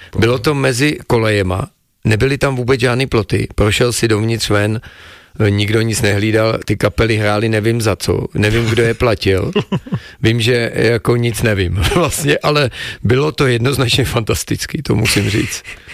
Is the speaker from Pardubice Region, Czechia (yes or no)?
yes; Pardubice, Pardubice Region, Czechia; myslím, že ty majálesy jsou ešte tak jako udělaný dneska u nás v Čechách, jsou obrovský to akce, že tam je spousta sponzorů, dokonce u nás v Pardubicích třeba máme auta na pódiu